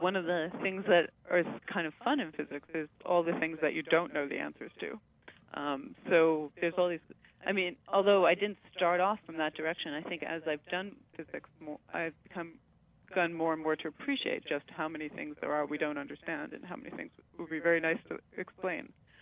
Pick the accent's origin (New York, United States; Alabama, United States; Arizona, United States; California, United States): New York, United States; Queens; I grew up in Queens, in New York.